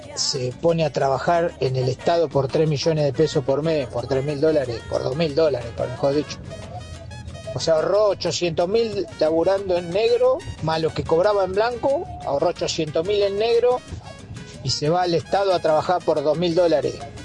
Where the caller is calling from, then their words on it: Tandil, Buenos Aires Province, Argentina; de Tandil